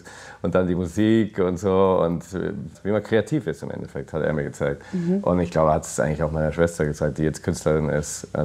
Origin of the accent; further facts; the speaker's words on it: England, United Kingdom; Genau, weil ich wollte wieder zurück nach England mal, um zu schauen, wo ich herkomme.